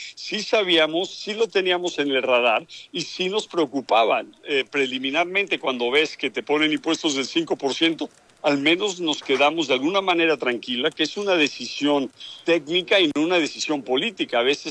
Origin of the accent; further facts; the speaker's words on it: Mexico; nosotros, como mexicanos